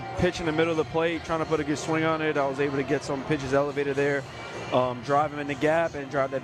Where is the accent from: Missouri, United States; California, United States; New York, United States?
New York, United States; New York City; born or raised there